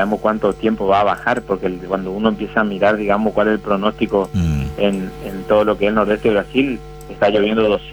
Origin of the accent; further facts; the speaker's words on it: Argentina; Somos todos por argentinos